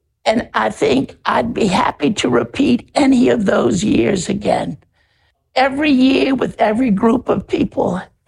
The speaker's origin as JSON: {"language": "English", "town": "New Orleans", "region": "Louisiana", "country": "United States", "tie": "born or raised there", "also_born_or_lived": "Alaska", "moved": "as an adult", "said": "I grew up in New Orleans."}